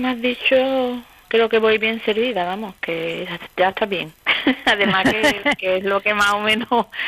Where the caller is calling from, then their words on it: Seville, Andalusia, Spain; Desde Sevilla.